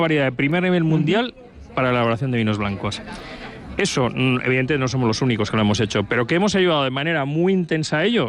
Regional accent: Navarre, Spain; moved away as an adult; yo soy navarro, he trabajado toda mi vida en Navarra

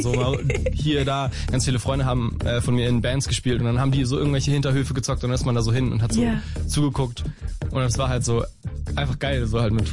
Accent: Königs Wusterhausen, Brandenburg, Germany; Für alle waschechten Berliner komme ich aus Königs Wusterhausen.

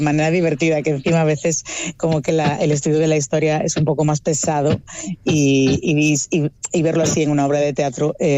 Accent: Galicia, Spain

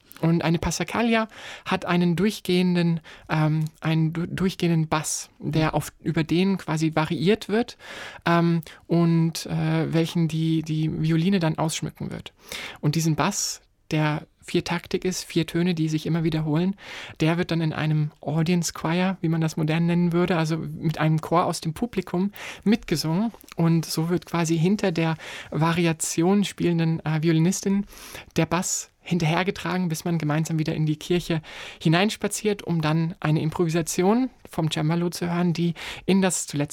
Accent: Fulda, Hesse, Germany; weil das Fulda Festival in meiner Heimatstadt stattfindet

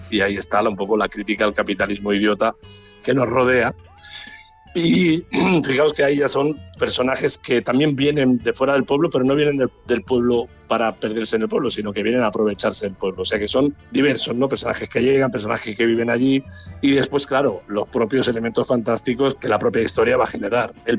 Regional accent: Barcelona, Catalonia, Spain; yo soy de Barcelona

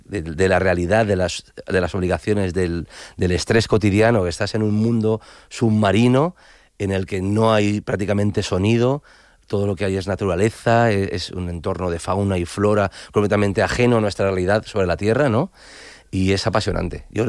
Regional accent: Valencia, Valencian Community, Spain; born there; yo vengo de Escolapios, de los escolas, escuelas pías en Valencia.

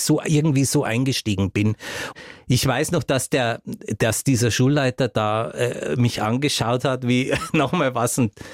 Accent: Bavaria, Germany; accent: Swabian-Bavarian dialect; Das war schwäbisch-bayerischer Dialekt, der da zu hören war.

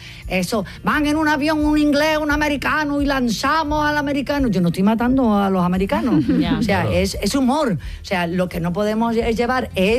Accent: Cádiz, Andalusia, Spain; Ver, yo como buena gaditana, el carnaval sufrió mucho la dictadura y la censura.

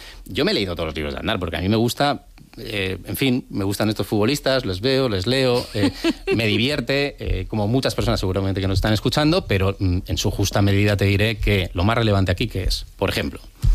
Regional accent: San Sebastián, Basque Country, Spain; now in Madrid, Spain

